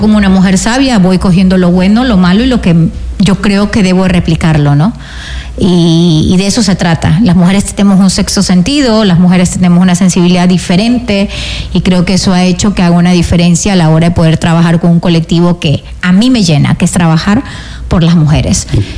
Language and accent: Spanish; Guayaquil, Guayas, Ecuador; moved away as an adult; yo soy guayaquileña, llegué hace muchos años aquí a la ciudad